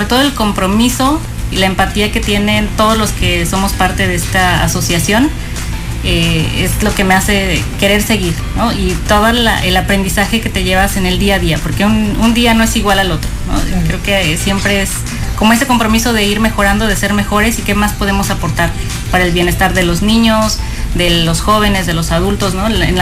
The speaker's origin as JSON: {"language": "Spanish", "country": "Mexico"}